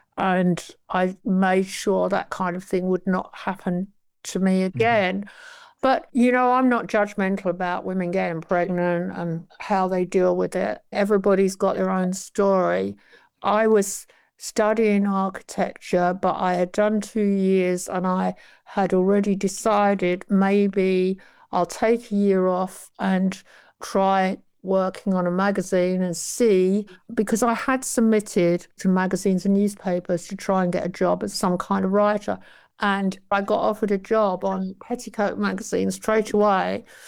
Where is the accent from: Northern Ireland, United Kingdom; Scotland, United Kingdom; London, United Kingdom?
London, United Kingdom; Well, I grew up in West London